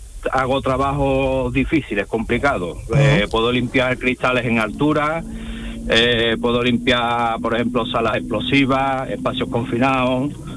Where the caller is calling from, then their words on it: Seville, Andalusia, Spain; Vivo en Sevilla capital.